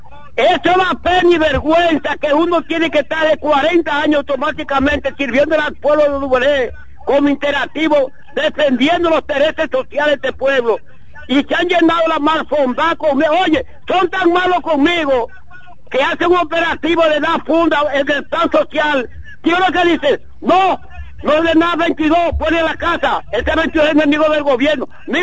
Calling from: Dominican Republic; Yo soy dominicano

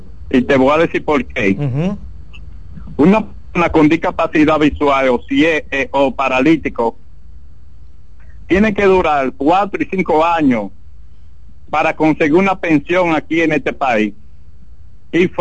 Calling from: Cotuí, Sánchez Ramírez, Dominican Republic; Buenas tardes, de Cotuí.

